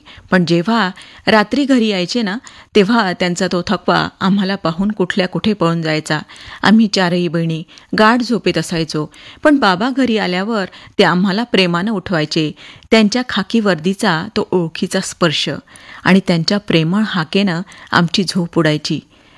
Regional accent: Mozari, Maharashtra, India; moved away; ती भूमी म्हणजे विदर्भाच्या कुशीत अमरावती जिल्ह्यात वसलेलं आमचं मोझरी गाव.

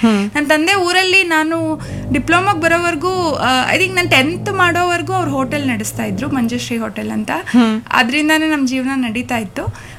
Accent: Shivanagiri, Karnataka, India; ಅದು ನಮ್ಮೂರು ಒಂದು ಹಳ್ಳಿ, ಅಲ್ಲಿಂದ ಒಂದು 20 ಕಿಲೋಮೀಟರ್ ಆಗುತ್ತೆ. ಅಲ್ಲಿನೇ ಹುಟ್ಟಿ ಓದಿದ್ದು ಬೆಳೆದಿದ್ದು ಎಲ್ಲ ನಮ್ಮ ಶಿವನಗಿರಿನಲ್ಲಿನೇ.

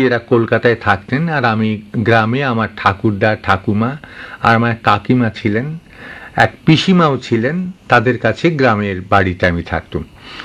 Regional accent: Faridpur, Dhaka Division, Bangladesh; ফরিদপুর জেলার এমন একটি গ্রাম যেখান থেকে সবচাইতে কাছের রেল স্টেশনটিও ছিল প্রায় 24 মাইল দূরে, এমন একটি গ্রামের ছেলে আমি।

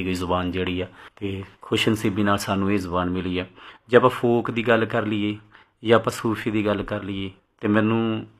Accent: Punjab, India; born there; ਅਸੀਂ ਨਾ ਪੰਜਾਬ 'ਚ ਜੰਮੇ ਹਾਂ ਅਤੇ ਅਸੀਂ ਪੰਜਾਬੀ ਹਾਂ

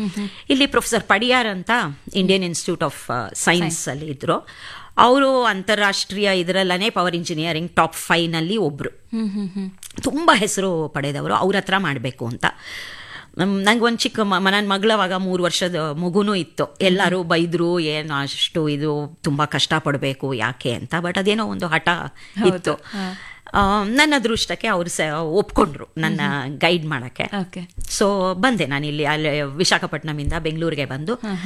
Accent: Karnataka, India; moved away as an adult; also born or lived in Visakhapatnam; ನಾನು ಕನ್ನಡದವಳು

